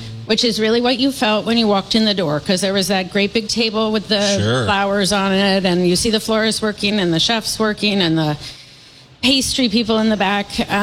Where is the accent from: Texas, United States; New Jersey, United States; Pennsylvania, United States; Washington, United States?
Washington, United States; Seattle; I grew up in Seattle